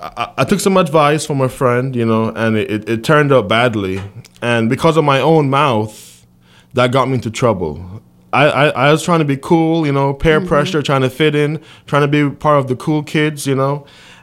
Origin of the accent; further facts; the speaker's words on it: Jamaica; moved away as an adult; now in United States; I grew up in church in Jamaica, and my dad was a deacon.